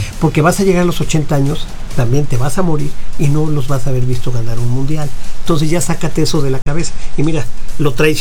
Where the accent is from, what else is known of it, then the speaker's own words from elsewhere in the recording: Mexico; Aquí estamos como mexicanos